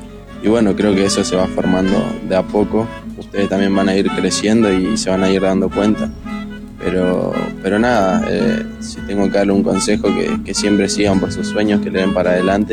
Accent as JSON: {"language": "Spanish", "region": "Misiones", "country": "Argentina", "said": "somos todos de Misiones y hoy le vamos a hacer una entrevista a Santi Sosa."}